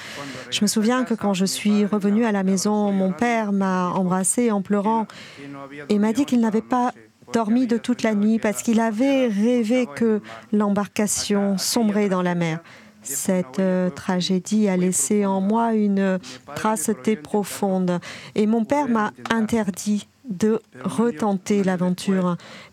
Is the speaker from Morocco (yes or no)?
yes; Morocco; now in Canary Islands, Spain; je viens du Maroc, j'ai 24 ans. Je suis arrivé aux Canaries en 2020.